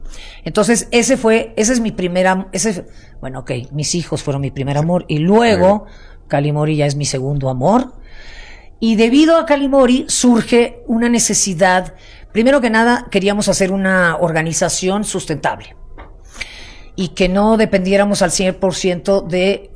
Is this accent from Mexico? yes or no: yes; Mexico City, Mexico; En mi querida Ciudad de México.